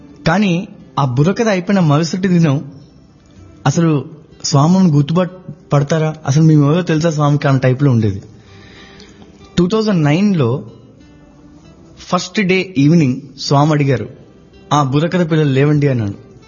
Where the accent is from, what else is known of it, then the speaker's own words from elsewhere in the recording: Telugu states, India; తెలుగు వాళ్ళం